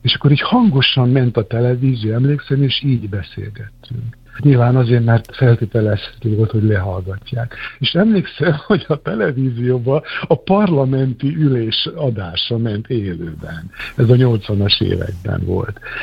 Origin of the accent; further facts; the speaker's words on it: Vojvodina, Serbia; Jugoszláviában 90-es években lettem ugye kamasz, akkor háború volt